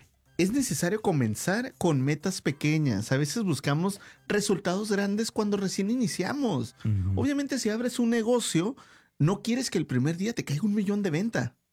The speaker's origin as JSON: {"language": "Spanish", "country": "Mexico", "said": "como buen latino, como buen mexicano"}